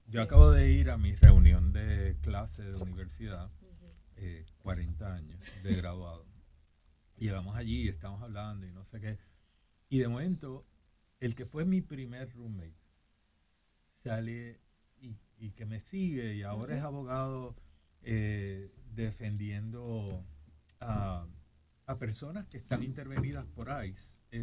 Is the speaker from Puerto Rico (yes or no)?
yes; San Juan, Puerto Rico; De Atorrey, de Floral Park.